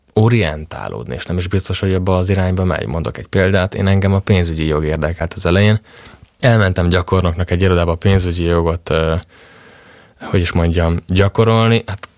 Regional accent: Nagykanizsa, Zala, Hungary; Én Zalából származom, Zala megyéből, Nagykanizsán nőttem föl

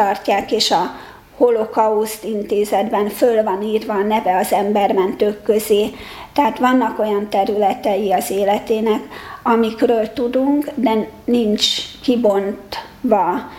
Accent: Budapest, Hungary; Rádöbbentem, hogy én itt ezekben az utcákban látó gyermekként születtem, de amikor a látásomat elveszítettem, akkor bekerültem a vakok iskolájába, aztán a Teleki Blanka gimnáziumba jártam, az is itt Zuglóban

